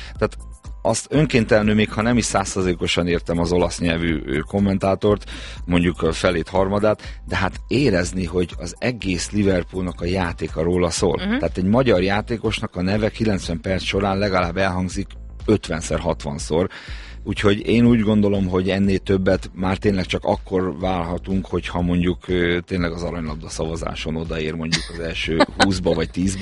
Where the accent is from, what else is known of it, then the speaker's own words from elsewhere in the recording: Hungary; És álltunk ott magyarként